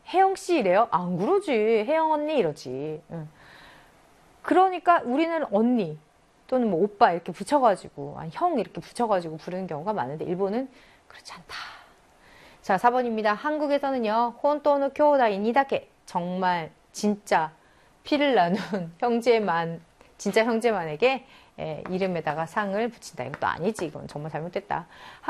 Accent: South Korea; 선생님이 한국 사람이라 그런지

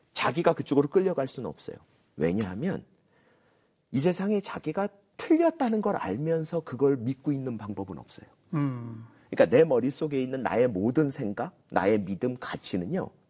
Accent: South Korea

